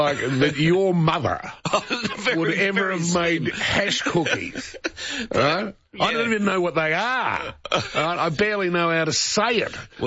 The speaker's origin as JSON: {"language": "English", "town": "Melbourne", "region": "Victoria", "country": "Australia", "tie": "born or raised there", "also_born_or_lived": "Brisbane", "said": "That is, and I don't want to exaggerate, 300 metres from where I grew up in Melbourne."}